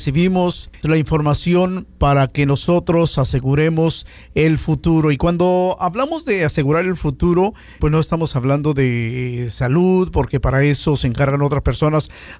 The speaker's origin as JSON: {"language": "Spanish", "country": "Mexico", "moved": "yes", "said": "Decimos en México"}